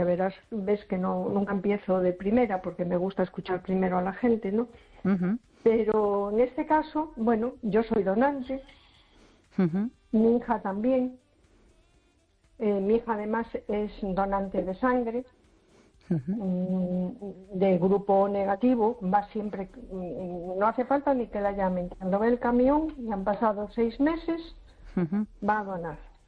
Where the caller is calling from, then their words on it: A Coruña, Galicia, Spain; de Coruña.